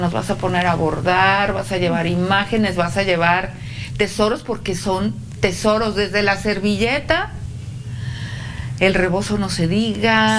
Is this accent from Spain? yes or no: no; Mexico; Y dices, ay, espérame, pues, soy mexicana.